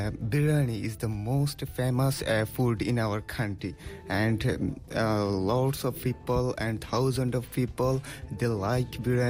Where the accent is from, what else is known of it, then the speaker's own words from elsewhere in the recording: Bangladesh; English is a second language; Actually, I'm from Bangladesh, and which is a southern part of our Asia, and it's a very beautiful country, an exploring country, and it's a very famous for their food and their festival.